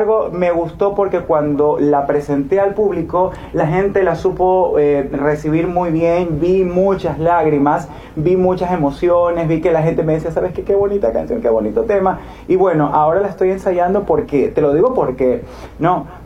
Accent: Ecuadorian coast, Ecuador; todo el equipo, incluyéndome, somos costeños.

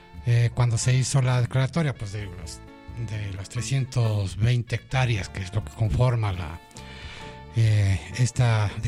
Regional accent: Quito, Pichincha, Ecuador; aquí todos nos sentimos orgullosos como quiteños de nuestro centro histórico

